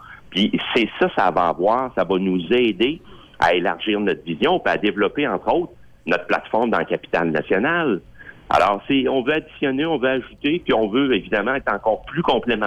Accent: Quebec City, Quebec, Canada; moi, je suis un gars de Québec, je viens de Beauport. Mes filles parlent français comme moi

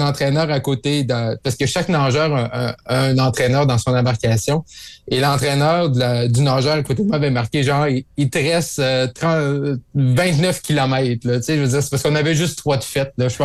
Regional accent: Roberval, Quebec, Canada; mon patelin chez moi à Robertval

